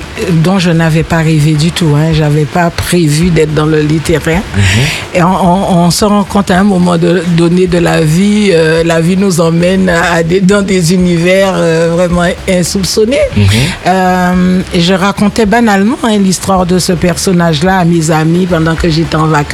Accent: Guadeloupe; je suis une Guadeloupéenne.

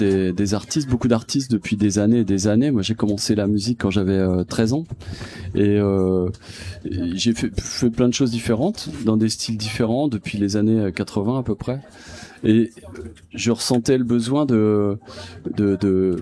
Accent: Saint-Nazaire, Pays de la Loire, France; also born or lived in Nantes; moi, je suis nazérien. Je suis né à Saint-Nazaire. Je suis né à Nantes, mais j'ai vécu à Saint-Nazaire. Comme vous, j'étais adolescent ici. Lycée Aristide Briand

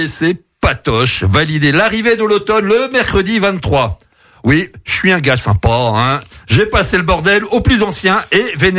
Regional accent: Brittany, France; Et moi, je suis breton

